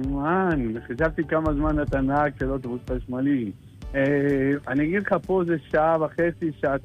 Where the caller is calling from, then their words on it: Karmiel, Northern District, Israel; אני מקרמיאל.